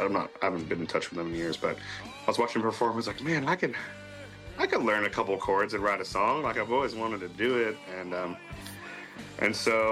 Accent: Long Beach, California, United States; moved away as an adult; now in San Francisco, United States; I grew up down in Seal Beach and Long Beach, and then moved to San Francisco when I was 18.

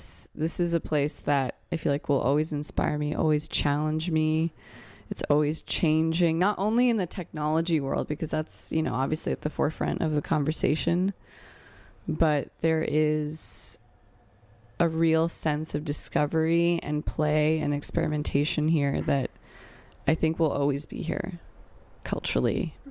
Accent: San Francisco, California, United States; I think the multicultural landscape I grew up in really influenced me. The fact that so many people from so many different backgrounds were here

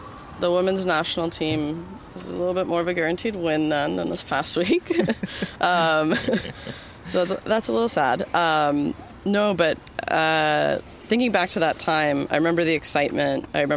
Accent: Detroit, Michigan, United States; moved away; I grew up in Detroit

